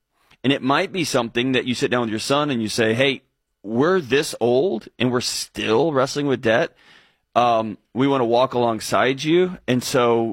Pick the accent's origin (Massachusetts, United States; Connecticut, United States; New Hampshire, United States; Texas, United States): Texas, United States; Houston; growing up in Houston, Texas, where it's 1,000 degrees, when I was a kid playing soccer, like 6-7 year old